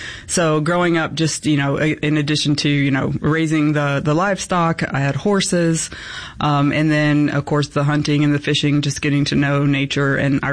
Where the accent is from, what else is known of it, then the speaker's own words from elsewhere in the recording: Potts Camp, Mississippi, United States; Well, I'm from Potts Camp, Mississippi, which some people may be familiar with. It's pretty small, northern, very far away from the ocean location.